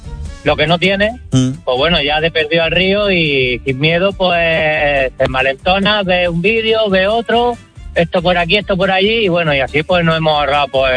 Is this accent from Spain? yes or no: yes; Castelldefels, Catalonia, Spain; Yo en mi caso puedo entrar en mi pueblo, que es Castelldefels, y puedo entrar en el pueblo, en la ciudad donde trabajo, que es Badalona